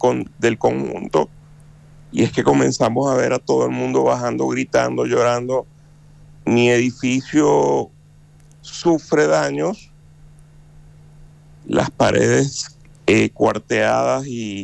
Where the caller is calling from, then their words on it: Caracas, Capital District, Venezuela; yo soy el presidente del Club Hebraica, que representa, es el club de la comunidad judía venezolana en Caracas.